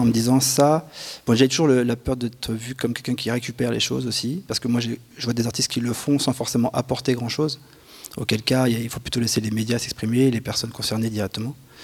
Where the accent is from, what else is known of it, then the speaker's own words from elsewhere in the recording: Brittany, France; moi je suis de Bretagne